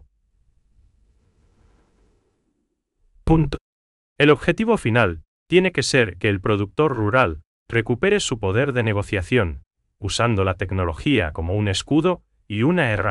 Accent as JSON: {"language": "Spanish", "country": "Paraguay", "said": "para que realmente nos beneficie a nosotros, los paraguayos."}